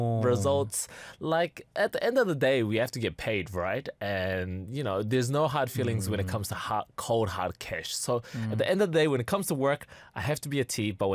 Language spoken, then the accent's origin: English; New Zealand; I'm Kiwi as well.